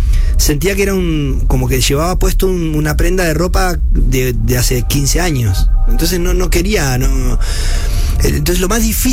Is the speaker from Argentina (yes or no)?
yes; Argentina